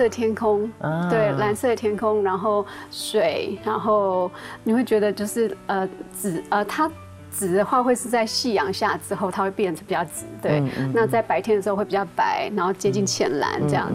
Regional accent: Central Mountain Range, Taiwan; 但是我是原住民，我来自中央山脉

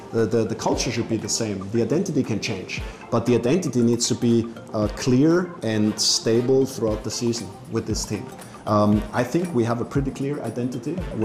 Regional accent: Austria; The thing is, for me, I grew up in Austria. Austria is very close to Italy, and pasta for me is what noodles should be like.

